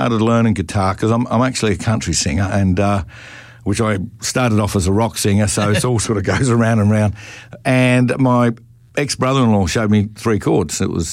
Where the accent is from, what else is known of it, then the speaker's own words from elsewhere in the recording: Australia; We're Australian